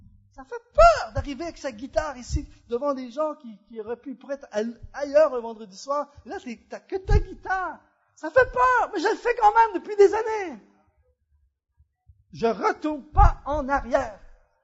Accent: Canada; now in France; je ne sais pas comment ça se passe ici en France, mais souvent, chez nous au Canada, quand les gens disent « Ah, dans mon temps »

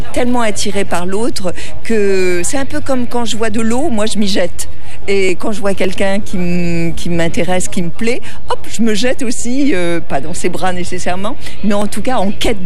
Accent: Brittany, France; je ne suis pas une méditerranéenne non plus, je suis bretonne, donc avec une forme de réserve

